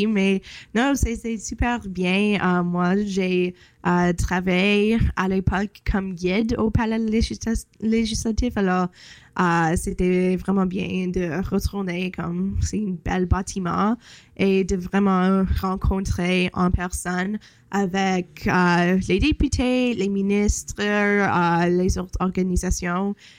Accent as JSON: {"language": "French", "region": "Manitoba", "country": "Canada", "moved": "yes", "lives_now": "Ottawa, Canada", "said": "maintenant que j'habite à Ottawa, j'ai un peu la réputation d'être comme la Manitobaine dans toutes les salles, dans toutes les conversations."}